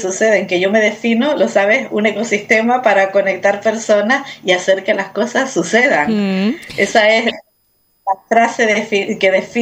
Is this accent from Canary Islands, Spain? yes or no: yes; Canary Islands, Spain; la mayoría somos de aquí, de Gran Canaria